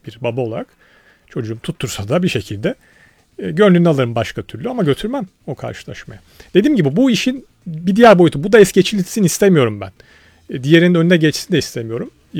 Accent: Bursa, Turkey; Yani ben Bursalıyım.

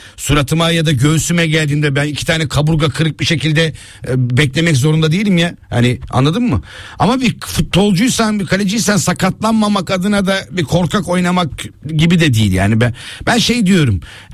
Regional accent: İzmit, Kocaeli, Turkey; İzmitliyim ben. Beni Kocaeli'ye sokmazlar.

